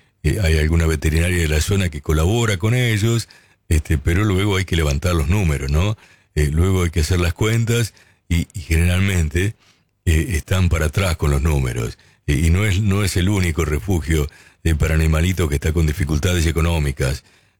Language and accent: Spanish; Argentina; como somos nosotros los argentinos